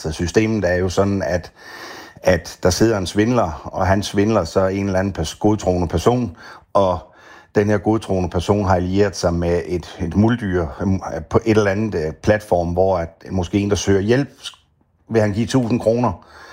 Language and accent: Danish; Funen, Region of Southern Denmark, Denmark; nu er jeg jo fynbo.